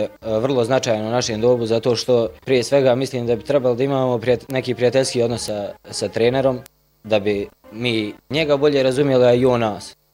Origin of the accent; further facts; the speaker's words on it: East Sarajevo, Republika Srpska, Bosnia & Herzegovina; dolazim iz Istočnog Sarajeva.